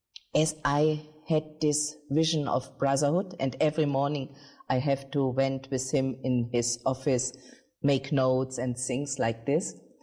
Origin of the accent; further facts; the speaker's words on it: India; I was wondering, because I was just coming from India, looking different than others.